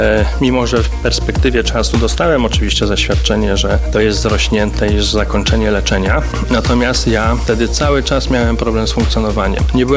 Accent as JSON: {"language": "Polish", "town": "Jelenia Góra", "region": "Lower Silesian Voivodeship", "country": "Poland"}